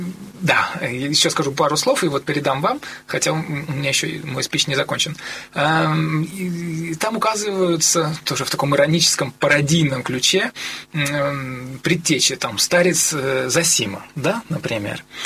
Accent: Saint Petersburg, Russia; Хотя с медьковской культурой я, как петербуржец, я знаком.

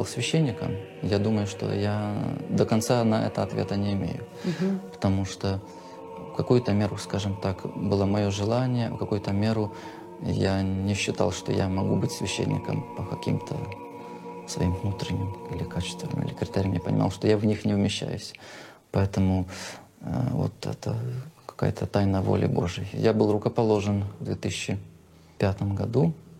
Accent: Chernivtsi Oblast, Ukraine; also born or lived in Siberia; now in Germany; Я родом с Буковины, это Черновицкая область, Западная Украина, граница Румынии и Молдавии.

